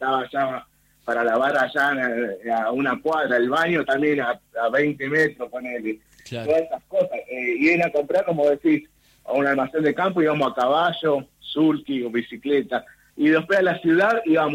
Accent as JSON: {"language": "Spanish", "town": "Rafael Calzada", "region": "Buenos Aires Province", "country": "Argentina", "said": "Ah, de zona sur, Almirante Brown, Rafael Calzada."}